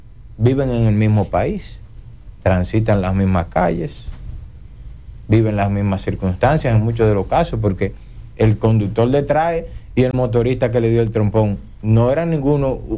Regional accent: Dominican Republic; somos todos dominicanos.

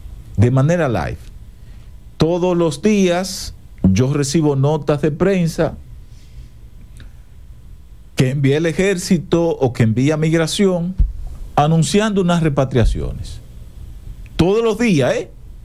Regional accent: Dominican Republic; siendo dominicano, usted no puede en su país tener un poquito de quietud.

